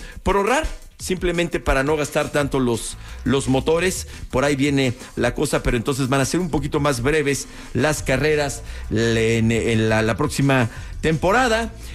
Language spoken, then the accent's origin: Spanish; Mexico; Pero soy mexicano.